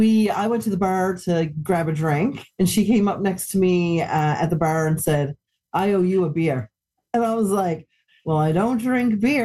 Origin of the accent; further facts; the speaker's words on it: Newfoundland and Labrador, Canada; We think it's ordinary because we're born and raised in Newfoundland to be those kind and helpful and compassionate people.